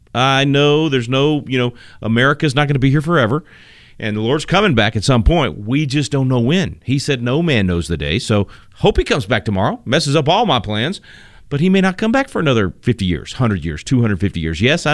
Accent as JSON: {"language": "English", "town": "Little Rock", "region": "Arkansas", "country": "United States", "tie": "born or raised there", "said": "right there where I grew up, just right there on Chico Road in Little Rock, Arkansas."}